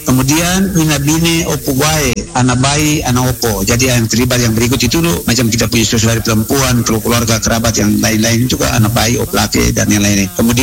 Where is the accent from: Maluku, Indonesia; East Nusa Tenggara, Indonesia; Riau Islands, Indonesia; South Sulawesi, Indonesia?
East Nusa Tenggara, Indonesia; Lembata